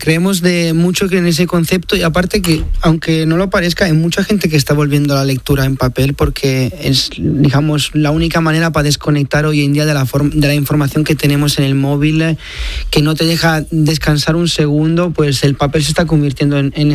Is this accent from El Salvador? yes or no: no; Italy; now in Barcelona, Spain; soy de italiano, de Italia